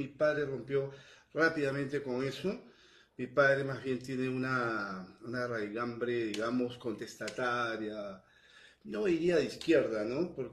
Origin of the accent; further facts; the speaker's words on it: Lima, Peru; born there; yo nací hace muchos años en Lima. Me hubiera gustado más bien nacer en otra ciudad del Perú, pero bueno, tengo que aceptarlo, soy limeño.